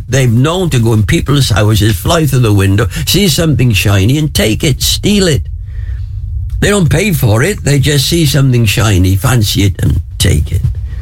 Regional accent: Wales, United Kingdom; When I was growing up in Wales

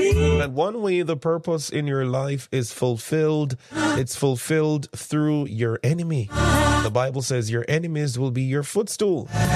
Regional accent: Jamaica; moved away; In Jamaica, we call them informa.

